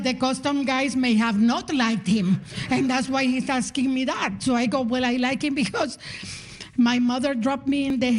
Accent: Nicaragua; now in Canada; Because I'm from Nicaragua, and we always feared an American invasion. I live with that fear.

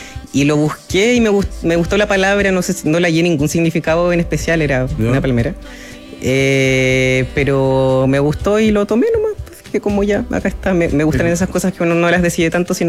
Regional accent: Rancagua, O'Higgins, Chile; Soy oriundo de Rancagua.

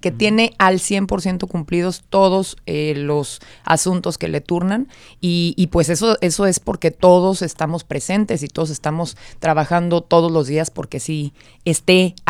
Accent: Jalisco, Mexico; sí, soy jalisciense

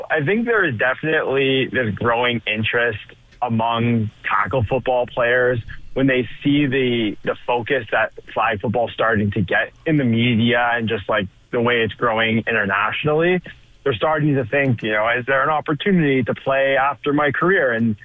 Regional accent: Montreal, Quebec, Canada; myself being from Montreal and being Canadian

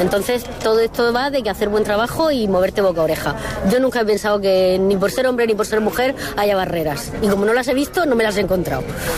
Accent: Fuente Álamo, Region of Murcia, Spain; Me ha gustado siempre más la jardinería porque soy una familia de Fuente Álamo, de campo, y bueno, pues me ha gustado siempre más.

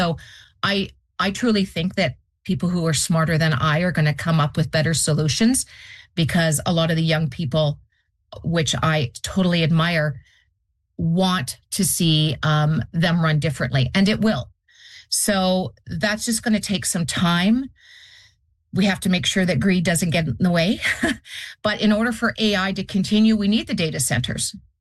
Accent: Canada; That's alarming as a Canadian because where our data is lying.

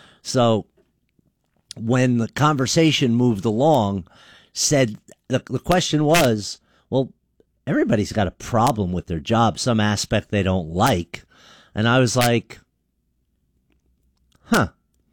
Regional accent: New Jersey, United States; moved away as an adult; I'll go back to where I'm from Jersey

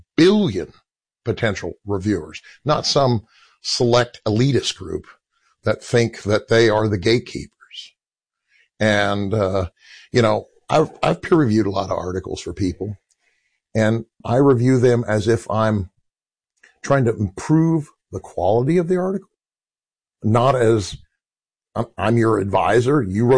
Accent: High Island, Texas, United States; when I was a kid growing up on High Island, there wasn't much to do.

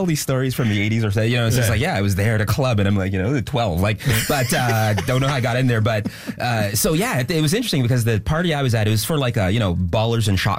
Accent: Toronto, Ontario, Canada; So to show a landmark, a marker of we're from Toronto.

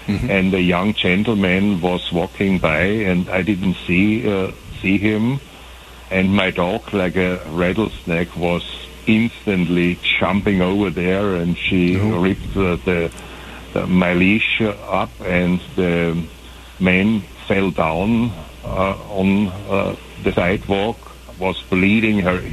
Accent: Austria; I get a large inheritance from my mom, two houses in Austria, my home country, and over here I get money

